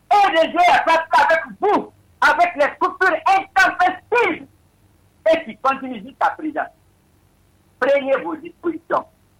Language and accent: French; Lola, Nzérékoré Region, Guinea; now in Conakry, Guinea; chez moi à Lola